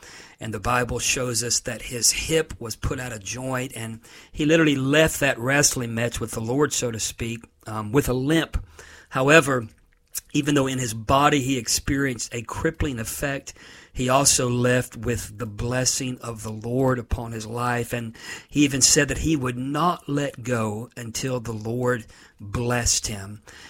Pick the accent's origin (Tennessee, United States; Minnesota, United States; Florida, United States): Florida, United States; moved away; my home state of Florida